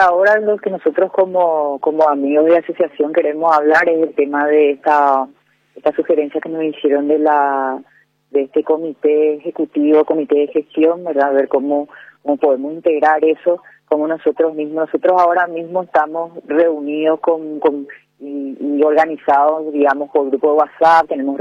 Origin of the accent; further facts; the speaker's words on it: Asunción, Paraguay; O sea, nosotros somos usuarios de este parque, pero somos ciudadanos de Asunción. Y todo lo que funciona en Asunción nos importa.